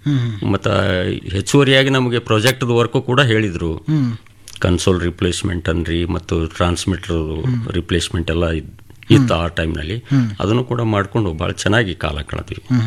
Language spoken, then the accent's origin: Kannada; Bidar district, Karnataka, India; also born or lived in Gulbarga; ನಾನು ಬೀದರ್ ಜಿಲ್ಲೆ ಭಾಲ್ಕಿ ತಾಲೂಕಿನ ಕಣಜಿಯನಂತ ಗ್ರಾಮದವನು. ನಾನು ಓದಿದ್ದು ಹೈಸ್ಕೂಲು ಮತ್ತು ಪಿ ಯು ಸಿ ಎಲ್ಲ ಬೀದರ್ನಲ್ಲಿ, ಆಮೇಲೆ ಇಂಜಿನಿಯರಿಂಗು ಗುಲ್ಬರ್ಗದಲ್ಲಿ ಓದಿದ್ದೀನಿ.